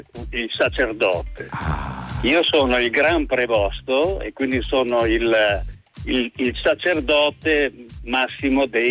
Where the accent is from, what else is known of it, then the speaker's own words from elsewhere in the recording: Bologna, Emilia-Romagna, Italy; Noi siamo bolognesi